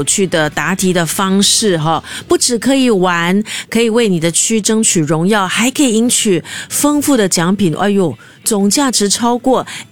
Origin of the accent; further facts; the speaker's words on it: Singapore; 就是我们新加坡人常讲的那个宝揪啊